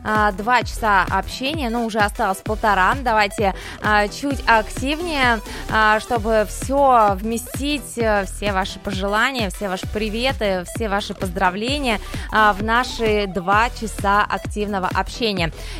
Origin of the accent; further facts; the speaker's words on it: Yuzhno-Sakhalinsk, Sakhalin Oblast, Russia; я тоже коренная Южно-Сахалинка.